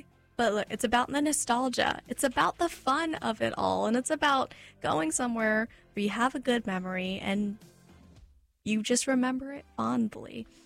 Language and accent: English; Tampa Bay area, Florida, United States; I grew up in the Tampa Bay area.